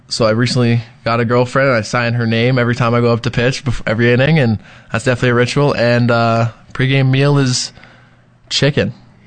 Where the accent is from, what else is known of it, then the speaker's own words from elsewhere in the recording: Scarborough, Ontario, Canada; I'm from Scarborough, Ontario. That's in Toronto. So I'm also Canadian.